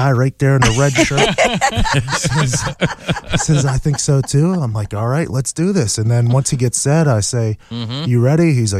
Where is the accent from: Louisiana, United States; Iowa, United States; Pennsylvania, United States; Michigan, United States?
Pennsylvania, United States; Plum; moved away; Well, I'm from Pittsburgh originally, a town called Plumboro, which is outside of Pittsburgh.